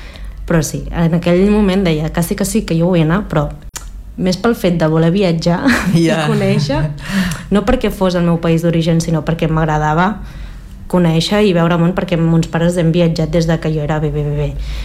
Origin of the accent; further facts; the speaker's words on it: Changsha, Hunan, China; Catalan is a second language; La diferència, sobretot, entre la, o sigui, el meu poble d'origen, que és Changsha, i la capital de Beijing.